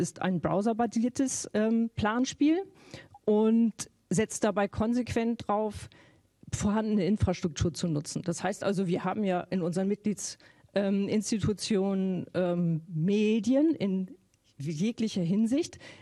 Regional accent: Schleswig-Holstein, Germany; Das ist ursprünglich aus meinem Heimatbundesland, aus Schleswig-Holstein.

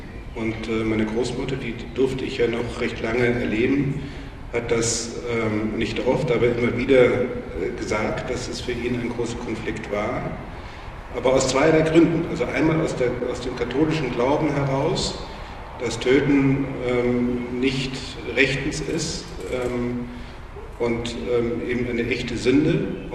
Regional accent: West Germany, Germany; ich komme ja aus dem Westen

